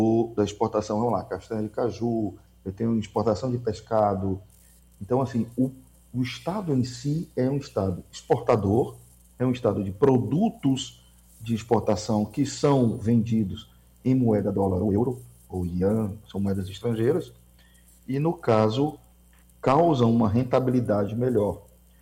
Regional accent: Ceará, Brazil; somos cearenses, mas também somos brasileiros.

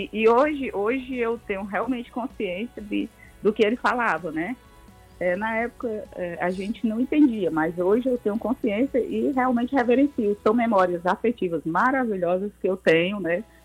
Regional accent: Quixadá, Ceará, Brazil; born there; moved away as an adult; now in Horizonte, Brazil; a gente saiu de Quixadá, a minha vida toda praticamente assim, adulta e de estudo. Eu vim para Horizonte, aqui perto de Fortaleza, ia e vinha todo dia

